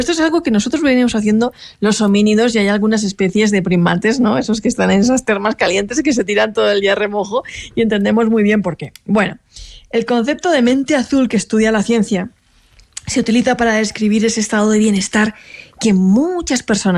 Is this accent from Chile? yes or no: no; Alicante, Valencian Community, Spain; O sea, yo, por ejemplo, que soy del Mediterráneo, de Alicante, yo cuando voy a la playa siempre me gusta situarme en una zona donde el agua rompe contra unas roquitas